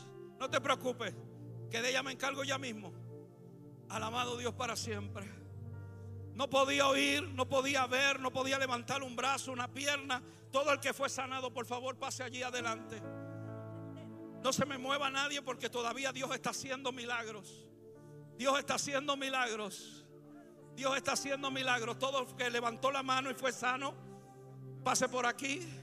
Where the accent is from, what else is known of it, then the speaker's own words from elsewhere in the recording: Puerto Rico; Y yo soy boricua y japonés.